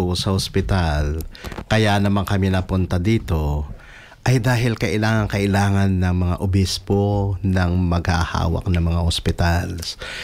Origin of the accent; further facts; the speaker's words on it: Tarlac, Central Luzon, Philippines; now in Sydney, Australia; Ako po ay taga-Tarlac.